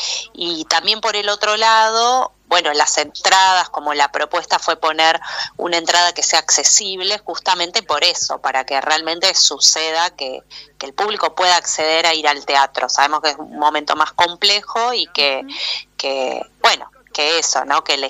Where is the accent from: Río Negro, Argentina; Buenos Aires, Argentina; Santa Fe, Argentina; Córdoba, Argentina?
Córdoba, Argentina; Traslasierra; Juntas somos la dudosa compañía, que somos de Tras la Sierra